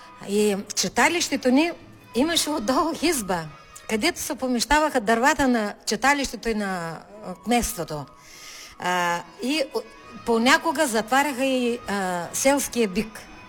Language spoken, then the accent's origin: Bulgarian; Chantulovo, Sliven Province, Bulgaria; Аз съм от него край. Бати Йовчо от Селиминово, аз съм от Чантулово. На 5 км ни е разликата от селата.